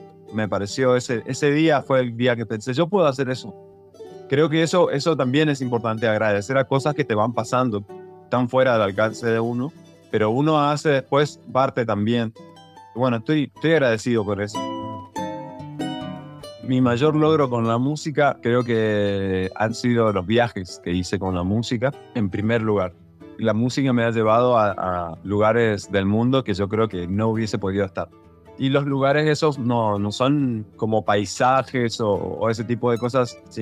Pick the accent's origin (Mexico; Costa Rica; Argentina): Argentina; Resistencia, Chaco; arranqué tocando en bandas de rock en el Chaco, porque vengo de ahí, vengo de Resistencia Chaco.